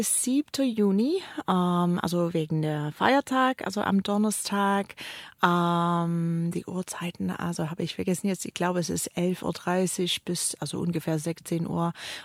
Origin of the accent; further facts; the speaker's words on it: Canada; German is a second language; now in Tübingen, Germany; Also ich komme aus Kanada, ich bin hier jetzt in Tübingen seit 10 Jahren. Und ich habe gearbeitet, also ehrenamtlich für eine Gruppe in Kanada.